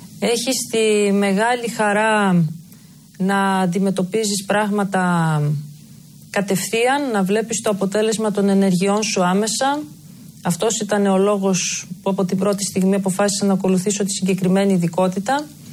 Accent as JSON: {"language": "Greek", "town": "Thessaloniki", "region": "Central Macedonia", "country": "Greece", "tie": "born or raised there", "also_born_or_lived": "Rhodes / Kosovo / Alexandroupoli", "said": "Γεννήθηκα στη Θεσσαλονίκη το 1984."}